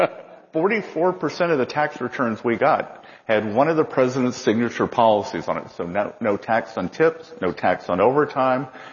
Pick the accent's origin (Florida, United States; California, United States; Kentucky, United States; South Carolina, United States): South Carolina, United States; Charleston; moved away; I was in my hometown, Charleston, South Carolina